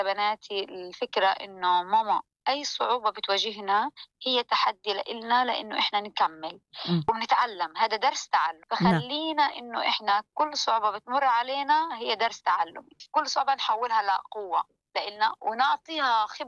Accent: Gaza, Gaza Strip, Palestine; لأنه إحنا عندنا في فلسطين كتير الضيافة مهمة، الابتسامة مهمة، إنك أنت تكوني عندك قبول للآخر مهم، فهذا كلهيته جبته معايا ونقلته هنا. لمة العيلة، أنا كتير بعمل لمات في للأصدقاء حاليا، بلمهم، بقولهم هذه لمة العيلة اللي في غزة.

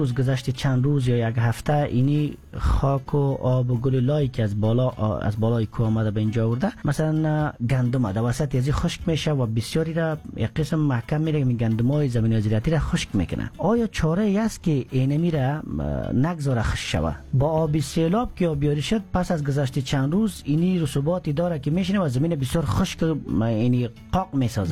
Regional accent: Badakhshan, Afghanistan; چون من خودم از بدخشان هستم

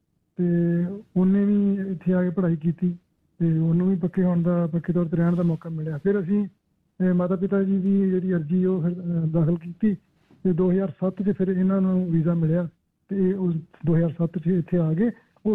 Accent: Amritsar, Punjab, India; moved away as an adult; ਅਸੀਂ ਸਾਰੀ ਪੰਜਾਬ ਤੋਂ ਅੰਮ੍ਰਿਤਸਰ, ਸ੍ਰੀ ਅੰਮ੍ਰਿਤਸਰ ਸਾਹਿਬ ਤੋਂ ਬਿਲੋਂਗ ਕਰਦੇ ਹਾਂ। ਪਿੱਛੋਂ ਸਾਡਾ ਪਿੰਡ ਵੈਸੇ ਹੈਗਾ ਵਾ ਸੂਰੋ ਪੱਡਾ, ਮਹਿਤੇ ਲਾਗੇ, ਪਰ ਸਾਡੀ ਪਰਵਰਿਸ਼ ਜਿਹੜੀ ਆ ਉਹ ਅੰਮ੍ਰਿਤਸਰ ਸ਼ਹਿਰ 'ਚ ਹੋਈ ਹੈ।

